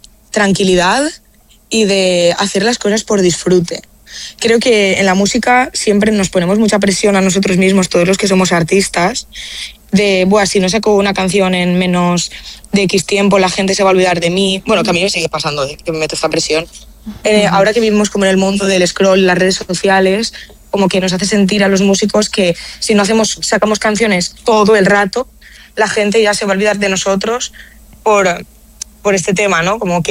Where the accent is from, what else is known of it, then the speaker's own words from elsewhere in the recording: Almàssera, Valencian Community, Spain; Ponen una pantalla en mi pueblo, en Almásera.